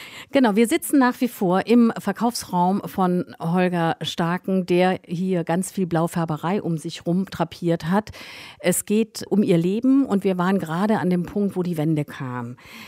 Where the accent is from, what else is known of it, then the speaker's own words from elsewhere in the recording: West Germany, Germany; ich komme aus dem Westen, ich kenne die DDR quasi nur aus Erzählungen und aus einem Schülerbesuch.